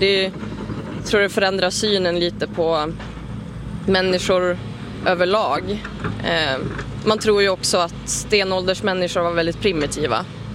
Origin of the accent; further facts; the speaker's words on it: Västernorrland County, Sweden; Jag kommer från Ångermanland och där är det ju otroligt oundersökt.